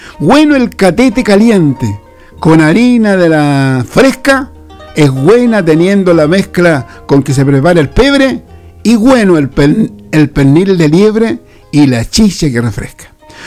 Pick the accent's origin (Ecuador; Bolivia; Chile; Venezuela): Chile; Ya, soy guaso de Chile lindo, miércoles.